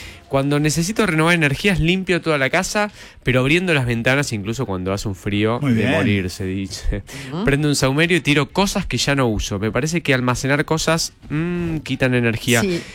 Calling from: Lanús, Buenos Aires Province, Argentina; Hola, chicos … de Lanús.

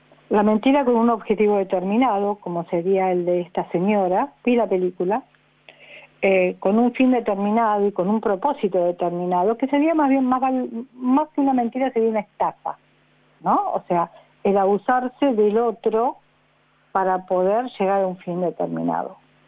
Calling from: Mar del Plata, Buenos Aires Province, Argentina; de Mar del Plata.

